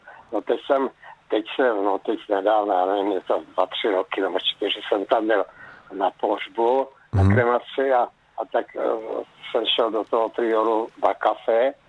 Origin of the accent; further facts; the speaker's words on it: South Moravian Region, Czechia; moved away as an adult; also born or lived in Pardubice; Protože pocházím tady z Moravy, a ne teda z Hodonína, ale od Hodonína, a v té době ze zemědělské rodiny